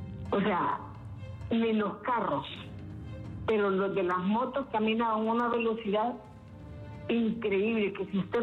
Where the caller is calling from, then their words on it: El Porvenir, Francisco Morazán, Honduras; Yo soy del Porvenir, Francisco Morazán.